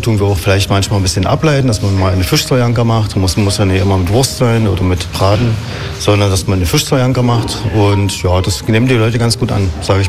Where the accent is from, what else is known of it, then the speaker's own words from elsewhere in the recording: Brandenburg, Germany; Nein, bin kein Finne. Ich bin Brandenburger. und Sachsen zu Hause.